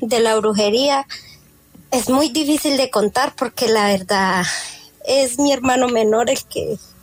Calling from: Pereira, Risaralda, Colombia; nosotros somos de Risaralda, o sea, de Pereira

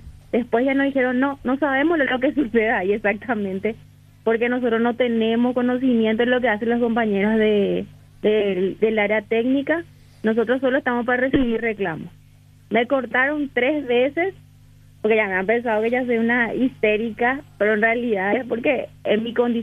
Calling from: Asunción, Paraguay; Soy de Ceballos, pues, de Asunción.

